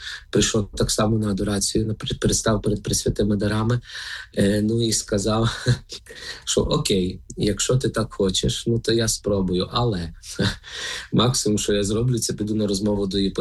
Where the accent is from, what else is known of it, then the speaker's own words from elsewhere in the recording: Lviv Oblast, Ukraine; хоч родом я сам з Львівської, так.